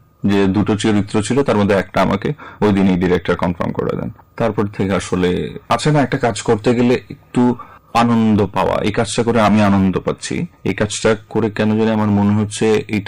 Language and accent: Bangla; Chittagong, Chittagong Division, Bangladesh; moved away as an adult; now in Dhaka, Bangladesh; আমার জন্ম এবং বেড়ে ওঠা চট্টগ্রামে, ওখানেই আমার স্কুল কলেজ শেষ করা। চট্টগ্রামের পাহাড়, সমুদ্র, চট্টগ্রামের মাঠ ঘাট, ওগুলো দেখেই আমি বড় হয়েছি। তারপরে একেবারে পড়াশোনার শেষ পর্যায়ে এসে আমি ঢাকায় আসি।